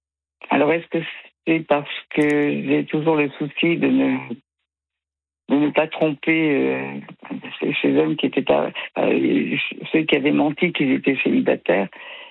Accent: Auvergne-Rhône-Alpes, France; moved away; also born or lived in Île-de-France; On est nés en Auvergne, mes frères et moi, et c'est mon père qui a insisté pour partir en région parisienne, et on a été très tristes de quitter l'Auvergne

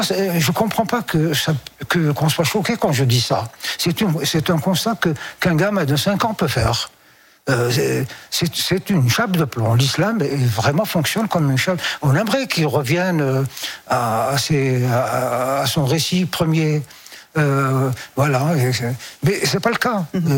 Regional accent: France; Non, je suis français, point.

